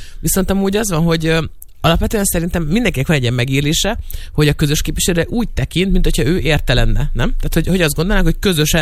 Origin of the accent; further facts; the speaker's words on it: Nyíregyháza, Szabolcs-Szatmár-Bereg, Hungary; Igen, de hát nem tudták, hogy mi nyíregyháziak vagyunk